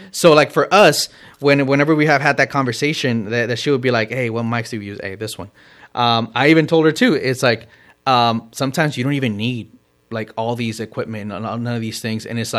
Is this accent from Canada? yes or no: no; Mexico; moved away; also born or lived in United States; I'm also Mexican. I was raised in Mexico.